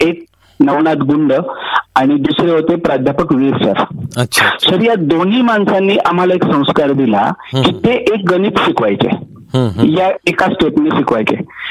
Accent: Beed, Maharashtra, India; मी ज्या जिल्ह्यातून आलो त्या जिल्ह्याचं नाव आहे बीड. बीडचा अर्थ होतो भीर, बीडचा अर्थ होतो पाणी. पाण्याचा प्रदेश असणारा म्हणजे 1947 पर्यंत निजामाच्या ताब्यात असताना हा पाण्याचा प्रदेश होता

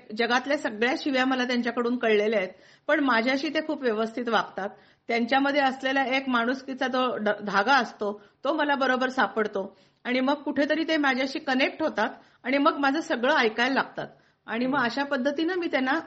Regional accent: Karad, Maharashtra, India; now in Dhule, India; माझं माहेर कराड. मी कराडचे असल्यामुळं कृष्णा कॉलनीच्या संगमावर माझं बालपण गेलं

